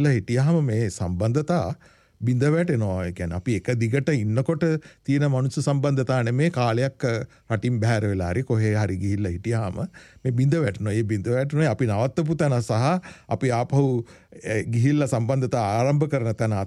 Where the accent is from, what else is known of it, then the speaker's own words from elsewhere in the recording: Galle, Southern Province, Sri Lanka; ඔව් ඉපදුන ගම හැදින වැඩුන ගම කොච්චර වෙනස් වුණත් ඉතින් අපේ ගමම තමයි. දැන් මටත් ওই විදිහම තමයි. දැන් අපේ ගම කියලා මම යනවා ගාල්ලට ගියාම ගාල්ලේ කරාපිටිය